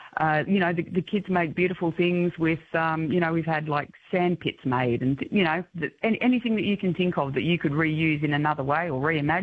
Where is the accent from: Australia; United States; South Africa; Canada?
Australia; Shellharbour, New South Wales; We're both from Shell Harbour.